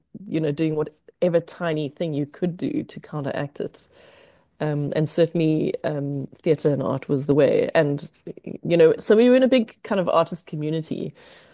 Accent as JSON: {"language": "English", "town": "Pretoria", "region": "Gauteng", "country": "South Africa", "tie": "born or raised there", "said": "I grew up in Pretoria, which is the capital city of South Africa. During apartheid, I was born in the 70s in 72."}